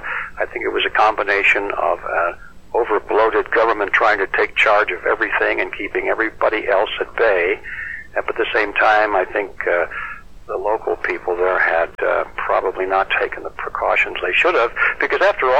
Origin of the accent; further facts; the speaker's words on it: Michigan, United States; I was raised in Michigan.